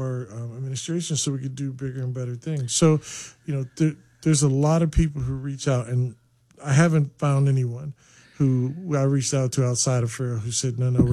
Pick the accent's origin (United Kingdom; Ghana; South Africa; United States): United Kingdom; Newcastle, North East England; well, you know, I'm from Newcastle, right?